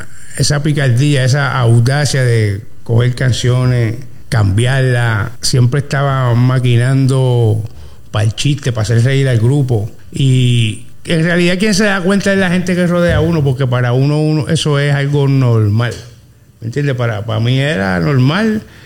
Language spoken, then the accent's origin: Spanish; San Juan, Puerto Rico; yo soy de Atorrey, la barriada Jurutungo. Esa es mi casa, ahí están mis raíces. Un orgullo que no me cabe en el corazón de ser de allí, de haber crecido allí, de haber aprendido el 90% de lo que sé creciendo allí. Y Bueno, vengo de una humilde familia de la barriada Jurutungo en Atorrey y es lo que represento.